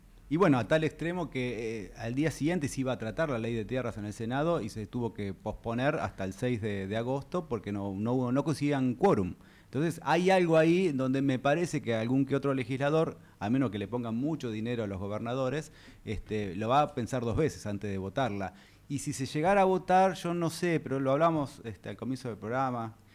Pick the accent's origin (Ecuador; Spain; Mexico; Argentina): Argentina